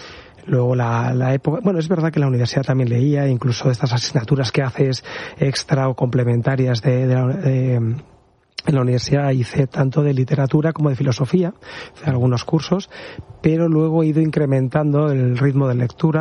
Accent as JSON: {"language": "Spanish", "town": "Madrid", "region": "Community of Madrid", "country": "Spain", "tie": "born or raised there", "said": "yo nací en Madrid, mi familia, desde que nacimos mi hermano y yo, vivimos en Madrid. Lo que pasa es que vivimos a las afueras, en una urbanización"}